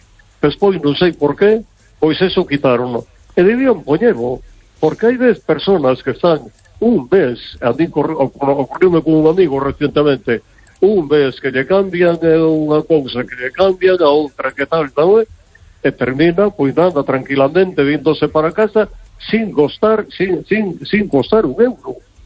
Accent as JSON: {"language": "Spanish", "town": "Vigo", "region": "Galicia", "country": "Spain"}